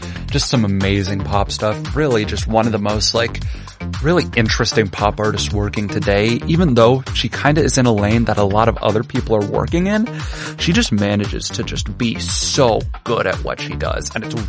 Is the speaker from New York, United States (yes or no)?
yes; Rochester, New York, United States; I'm from Rochester.